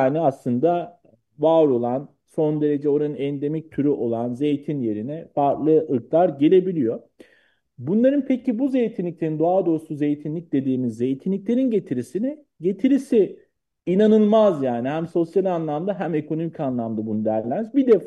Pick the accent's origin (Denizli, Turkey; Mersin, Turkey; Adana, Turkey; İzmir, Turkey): İzmir, Turkey; Seferihisar; Bunlardan bir tanesi Seferistan'ın Orhanlı Vadisi. Ben de bu kültürde büyüdüm